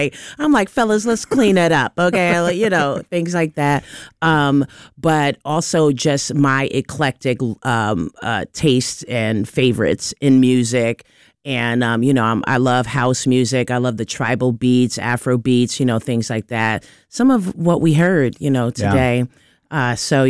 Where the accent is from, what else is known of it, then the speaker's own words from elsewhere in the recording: New Jersey, United States; I grew up in New Jersey. I was raised by a musician. My father was an amazing pianist and composer and a teacher. So all kind of music was in my home. And my mother is from Uruguay